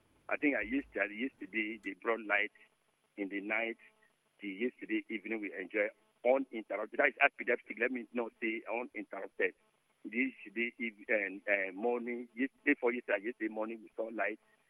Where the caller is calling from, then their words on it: Nigeria; I'm calling from Borogoro.